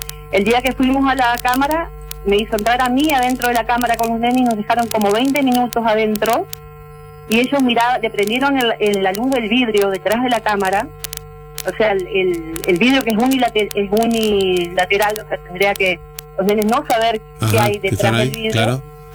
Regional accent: Chajarí, Entre Ríos, Argentina; nosotros somos oriundos de Chajarí

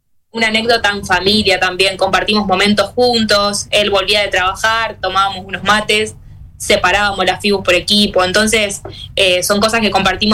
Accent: Felicia, Santa Fe, Argentina; Nosotros somos de Felicia. Uh-huh. Felicia es un pueblo chiquitito de la provincia de Santa Fe, somos 2.500 habitantes.

